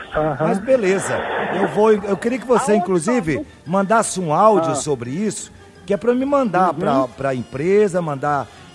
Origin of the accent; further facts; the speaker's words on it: Ceará, Brazil; moved away; Eu sou cearense